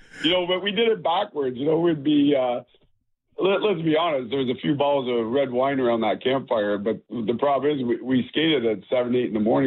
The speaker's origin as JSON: {"language": "English", "town": "Kingston", "region": "Ontario", "country": "Canada", "tie": "born or raised there", "said": "growing up in Kingston, obviously halfway between Toronto and Montreal"}